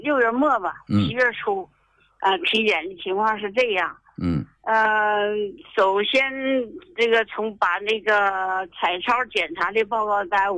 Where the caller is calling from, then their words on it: Dalian, Liaoning, China; 我是大连的。